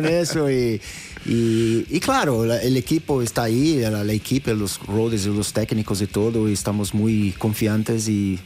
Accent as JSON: {"language": "Spanish", "country": "Brazil", "second_language": "Spanish", "said": "nosotros somos brasileños, nacemos con eso, con samba, con el fútbol."}